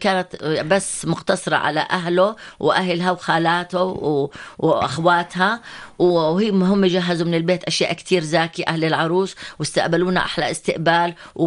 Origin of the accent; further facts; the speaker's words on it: Jordan; احنا عندنا بالاردن مثلا في مقدم ومؤخر